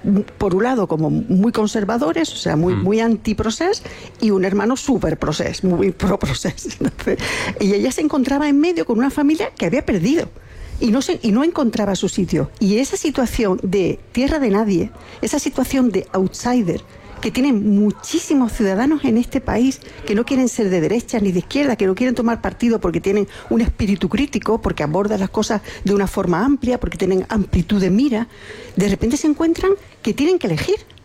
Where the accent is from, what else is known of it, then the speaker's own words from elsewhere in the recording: Ceuta, Spain; Mira, yo vengo de Ceuta. Ceuta es un sitio que ahora mismo es un escenario de una guerra del siglo XXI o de un conflicto híbrido, de un drama humanitario, de una guerra política